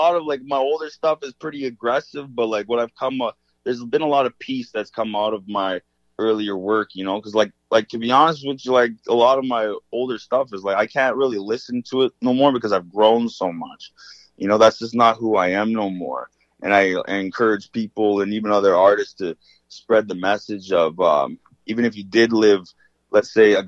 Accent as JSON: {"language": "English", "town": "Vancouver", "region": "British Columbia", "country": "Canada", "tie": "born or raised there", "also_born_or_lived": "Chilliwack", "said": "Like, I come from there. I was born in Vancouver"}